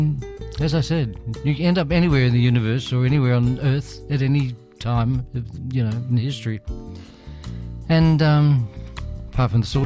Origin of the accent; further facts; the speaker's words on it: Melbourne, Victoria, Australia; I grew up in Melbourne